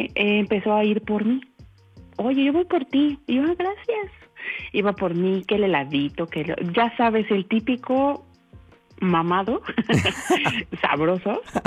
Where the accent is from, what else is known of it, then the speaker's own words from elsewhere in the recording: State of Mexico, Mexico; De aquí del Estado de México.